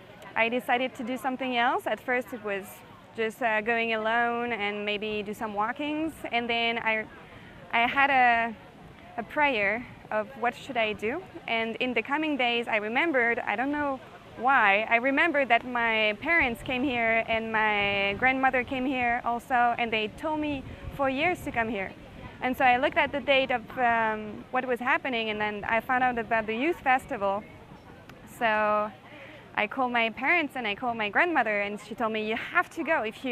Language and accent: English; Marseille, Provence-Alpes-Côte d'Azur, France; English is a second language; I come from France, from South France, from a town called Marseille.